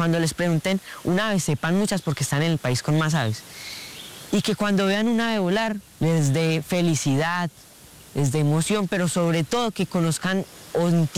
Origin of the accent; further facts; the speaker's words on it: Salento, Quindío, Colombia; Técnicamente llevo en la sangre, porque desde que yo nací o desde que me criaron acá en Salento, yo siempre estaba muy conectado con la naturaleza.